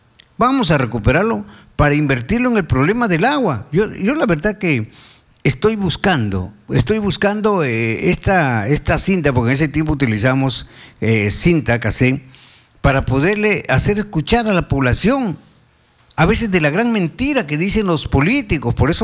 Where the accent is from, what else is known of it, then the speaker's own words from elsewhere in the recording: Lobitos, Piura, Peru; Yo estuve, por ejemplo, el día 29 en Lobitos, mi pueblo, como lo dice don Arimendis, nací en Lobitos